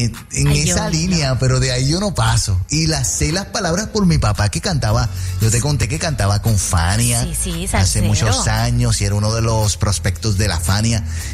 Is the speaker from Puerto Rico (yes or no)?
yes; Puerto Rico; yo soy boricua.